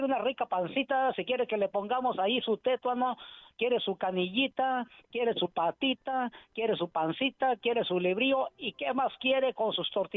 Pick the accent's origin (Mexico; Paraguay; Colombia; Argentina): Mexico; Huetamo, Michoacán; allá por los noventas, cuando caminaba por mi pueblo desde Huetamo, desde Purechucho a Huetamo, que son 5 kilómetros